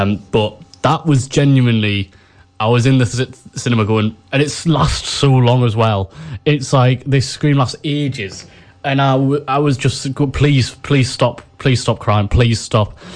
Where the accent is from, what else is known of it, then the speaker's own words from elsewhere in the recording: United Kingdom; maybe I'm just too British.